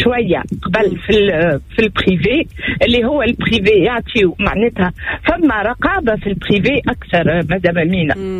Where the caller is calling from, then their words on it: Tunisia; أنا من تونس … عمري 66 سنة